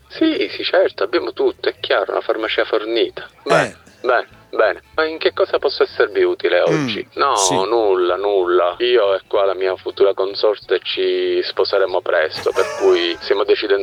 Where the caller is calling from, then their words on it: Palermo, Sicily, Italy; da Palermo